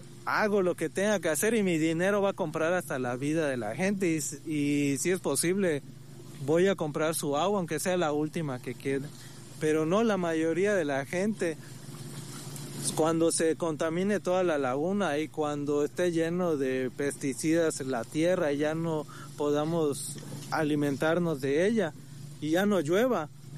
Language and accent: Spanish; Bacalar, Quintana Roo, Mexico; la gente que somos de Bacalar.